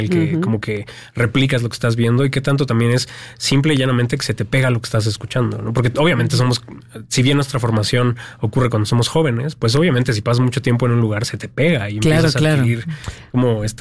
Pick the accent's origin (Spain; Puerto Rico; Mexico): Mexico; Mexico City; accent: Mexico City; Entonces yo soy del Estado de México y crecí en la Ciudad de México, etcétera, y tengo un acento específico que corresponde a esa región